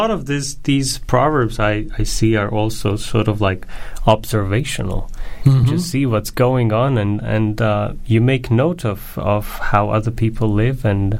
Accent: Estonia; English is a second language; I come from a little country in Europe called Estonia. And don't worry if you haven't heard of it.

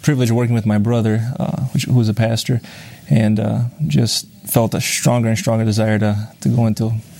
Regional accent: Chicago, Illinois, United States; also born or lived in Brazil; Well, I was born in Brazil, South America, and I grew up in Chicago.

